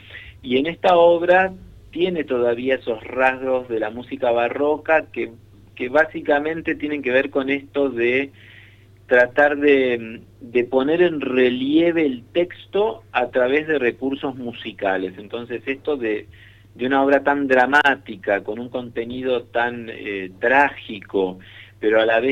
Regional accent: La Plata, Buenos Aires Province, Argentina; moved away as an adult; also born or lived in Salta; now in Río Cuarto, Argentina; No, yo soy de la ciudad de La Plata.

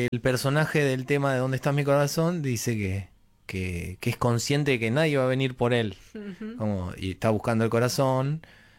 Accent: Buenos Aires Province, Argentina; moved away as an adult; now in Buenos Aires, Argentina; Ahora yo vivo en Capital hace 7 años, 8 años, no sé, ya, sí. Pero vengo de provincia, zona sur, Los Llamas.

